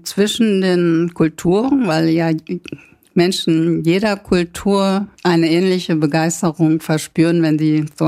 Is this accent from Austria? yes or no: no; Münster, North Rhine-Westphalia, Germany; Ich komme aus Münster und habe ja auch Grafikdesign studiert und 96 mein Diplom gemacht.